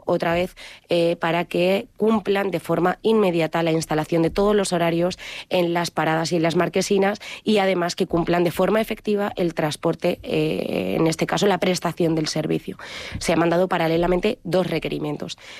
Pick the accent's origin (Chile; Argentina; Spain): Spain; Talavera de la Reina, Castilla-La Mancha; Nosotros también somos ciudadanos de Talavera